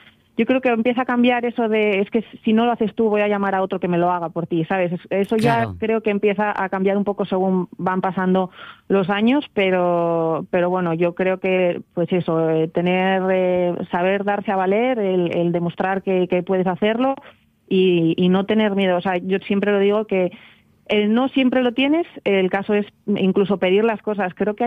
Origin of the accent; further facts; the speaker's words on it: Asturias, Spain; vengo de Asturias